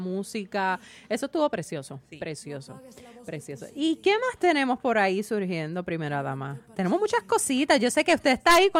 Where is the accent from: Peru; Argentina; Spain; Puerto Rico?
Puerto Rico; Las Croabas, Fajardo; Porque yo soy de Las Croabas. Mi familia es de Las Croabas.